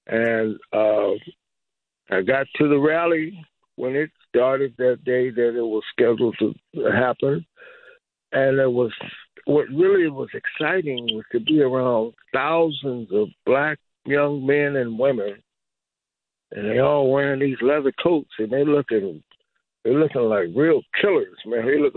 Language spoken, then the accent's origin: English; Compton, California, United States; And I grew up in Compton, California, and I went to Centennial High School.